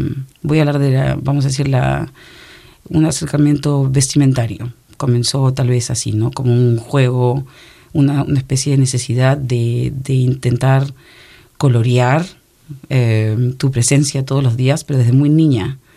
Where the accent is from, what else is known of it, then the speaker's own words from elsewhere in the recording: Peru; moved away as an adult; also born or lived in France; now in United States; una parte de mi niñez la he vivido en Francia, la otra parte entre el Perú, sobre todo en el Perú entre 8 y 18, de 18 a 28 en Francia y después aquí en Estados Unidos